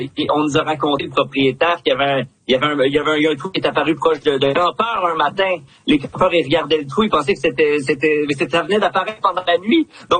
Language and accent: French; Quebec, Canada; c'est chez nous, au Québec, là.